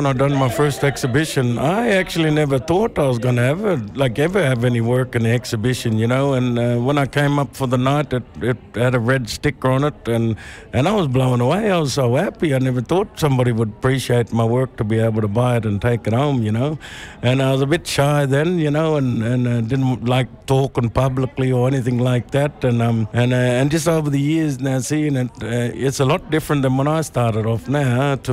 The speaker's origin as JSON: {"language": "English", "region": "South Australia", "country": "Australia", "lives_now": "Port Elliot, Australia", "said": "I'm a Ramanjiri of Naranjiri Nation and Naranga artist and storyteller. And I'm I live on country in Kunjan Ward and in Port Elliot there on a Ramanjiri country."}